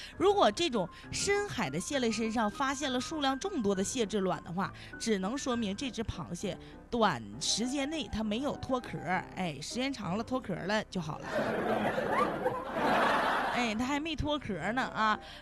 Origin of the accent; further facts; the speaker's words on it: China; 我们中国人